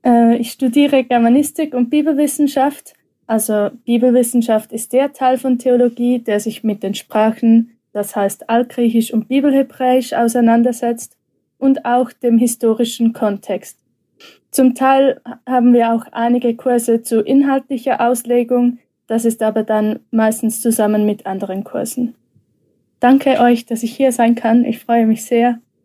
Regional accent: Switzerland; Ich komme aus der Schweiz, was ihr vielleicht an meinem Akzent hören könnt.

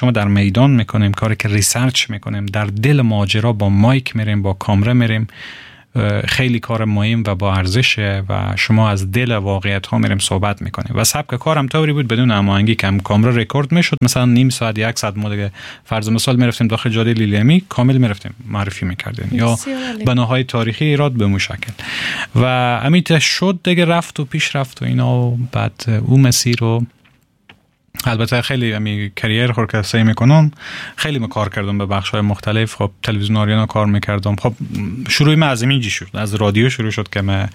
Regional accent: Herat, Afghanistan; و متولد هراتم.

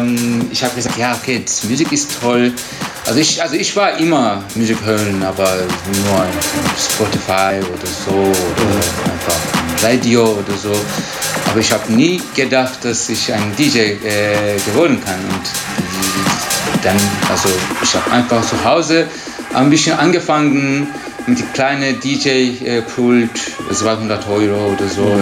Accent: Turkey; German is a second language; now in Germany; ich komme aus der Türkei. Ich bin in Deutschland schon seit 8 Jahren.

